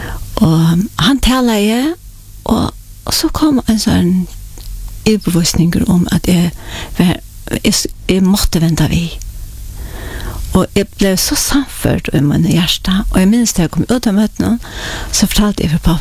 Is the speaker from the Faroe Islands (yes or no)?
yes; Klaksvík, Norðoyar, Faroe Islands; Jag är uppvuxen i Klagsvik. Och jag är född i Surveje. Bodde först i 5 år i Surveje. Och så flottade föräldrarna med Klagsvik.